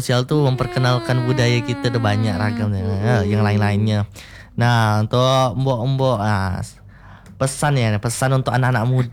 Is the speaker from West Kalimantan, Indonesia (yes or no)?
yes; Pontianak, West Kalimantan, Indonesia; saya orang Pontianak nih